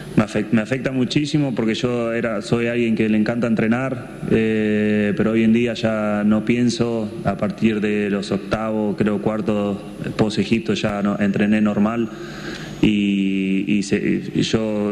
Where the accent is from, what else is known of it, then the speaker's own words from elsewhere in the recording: Argentina; de padres trabajadores, como todo argentino, que tienen que trabajar el hombre y la mujer, incluyéndome a mí, mi mamá y mi papá, trabajadores de vida.